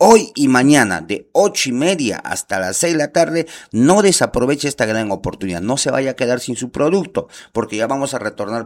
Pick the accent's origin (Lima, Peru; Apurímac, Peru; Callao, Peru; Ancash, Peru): Apurímac, Peru; Andahuaylas; yo soy de la sierra, yo soy de Andahuaylas